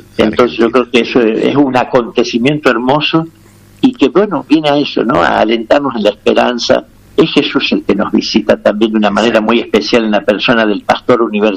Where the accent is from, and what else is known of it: Tucumán, Argentina